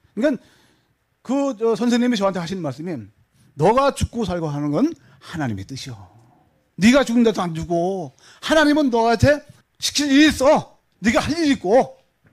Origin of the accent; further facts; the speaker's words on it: North Korea; now in South Korea; 그래서 제가 기자회견 할게 해서 나는 북한 놈 맞아.